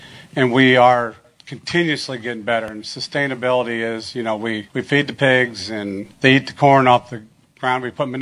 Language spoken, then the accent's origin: English; Washington, Iowa, United States; I'm from Washington, Iowa, Washington County, Southeast Iowa.